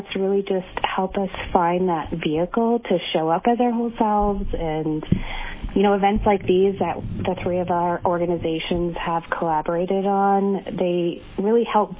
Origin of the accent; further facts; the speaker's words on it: Bethel, Alaska, United States; I'm non-Indigenous, but I was born and raised in Bethel